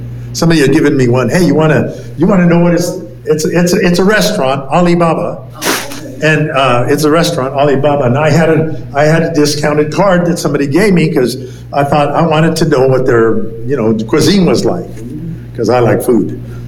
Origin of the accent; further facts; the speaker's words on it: Michigan, United States; You know, I grew up in Michigan.